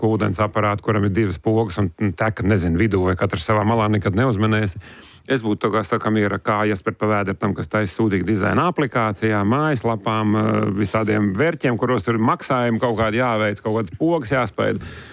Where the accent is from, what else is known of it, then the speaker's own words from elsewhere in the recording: Baltezers, Ropaži Municipality, Latvia; es esmu no Baltezeres. Viss dzīves Baltezerā, vienmēr jūties tā kā nešur, netur.